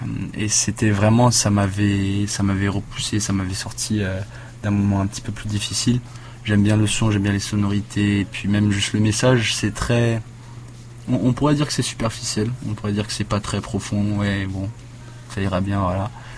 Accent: Vanuatu; born there

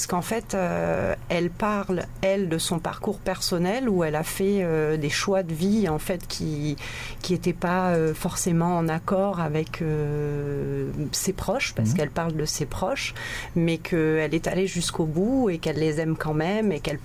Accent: Nouméa, South Province, New Caledonia; now in Vanuatu; j'ai passé toute ma jeunesse en Calédonie

